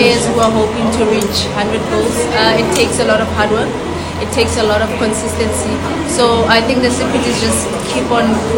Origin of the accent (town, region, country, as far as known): South Africa